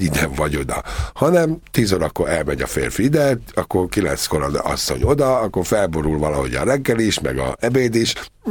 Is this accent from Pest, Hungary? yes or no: yes; Nagymaros, Pest, Hungary; born there; Nagymaroson, ahol én is születtem